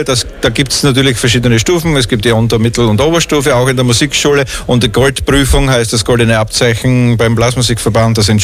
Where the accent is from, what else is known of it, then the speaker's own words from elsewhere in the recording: Styria, Austria; moved away as an adult; Ich komme ursprünglich aus der Steiermark und bin dort auch als Militärmusiker tätig gewesen.